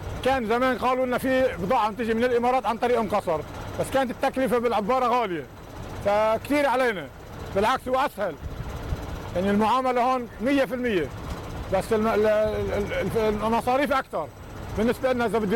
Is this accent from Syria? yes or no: no; Lebanon; نحن كلبنانيين لا، نحن صراحة ما في ما جينا خط تجاري، نحن جينا بالمساعدات.